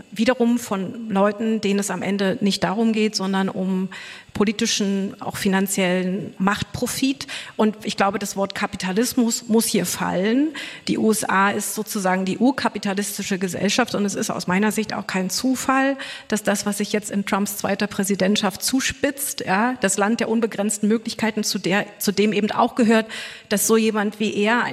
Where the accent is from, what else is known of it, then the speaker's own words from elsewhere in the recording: East Germany, Germany; Ich bin ja in der DDR aufgewachsen, war 13, als die Mauer gefallen ist